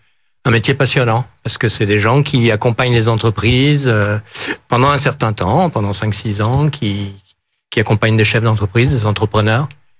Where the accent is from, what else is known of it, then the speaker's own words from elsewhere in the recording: Paris, Île-de-France, France; moved away as an adult; now in Lyon, France; comme j'étais parisien